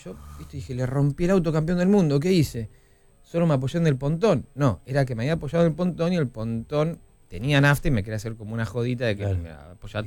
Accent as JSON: {"language": "Spanish", "country": "Argentina", "moved": "yes", "lives_now": "United Kingdom", "said": "él me veía como el argentino chiquito"}